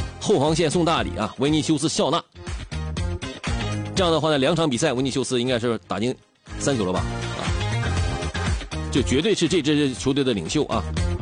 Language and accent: Chinese; China